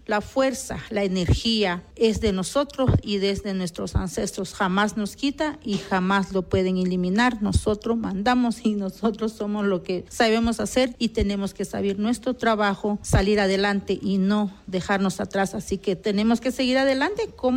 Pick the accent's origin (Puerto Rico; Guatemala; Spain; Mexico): Guatemala; Alta Verapaz; first language Q'eqchi'; Spanish is a second language; soy de Alta Verapaz y mi idioma es Xerchi.